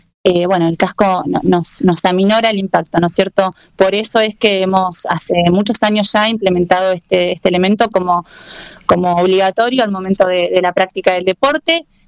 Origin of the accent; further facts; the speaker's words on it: Esquel, Chubut, Argentina; Bueno, yo nací y crecí en Esquel